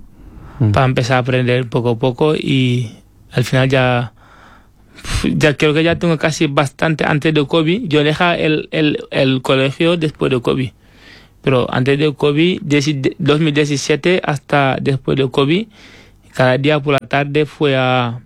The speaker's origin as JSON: {"language": "Spanish", "country": "Senegal", "tie": "born or raised there", "also_born_or_lived": "Dakar, Senegal", "first_language": "Wolof", "second_language": "Spanish", "moved": "as an adult", "lives_now": "Petrer, Spain", "said": "En Senegal. Uh-huh. Un pueblo que se llama Refan Gogo. Un pueblo muy pequeño, está en el sur. Allí nací yo."}